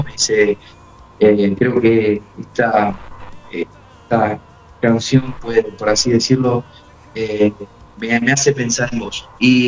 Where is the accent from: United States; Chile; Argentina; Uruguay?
Argentina; tengo 34 años, soy argentino, soy papá, hijo de pastores misioneros.